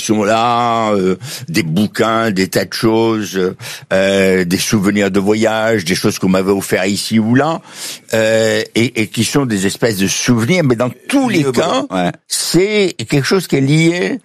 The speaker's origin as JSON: {"language": "French", "town": "Oujda", "region": "Oriental", "country": "Morocco", "tie": "born there", "said": "Je suis né à Oujda par accident parce que le roi du Maroc accueillait les Juifs."}